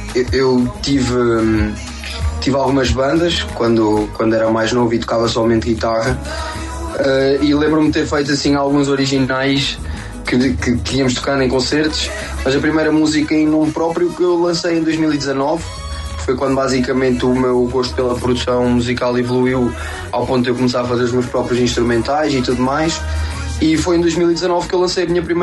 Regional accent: Aveiro, Centro, Portugal; eu tenho 24 anos, eu sou de Aveiro

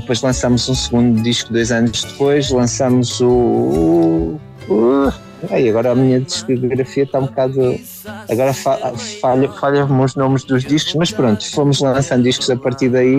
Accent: Póvoa de Varzim, Porto, Portugal; Nessa altura eu nasci no Porto, mas fui morar para a Póvoa de Varzim aos 12 e foi aí que comecei a tocar.

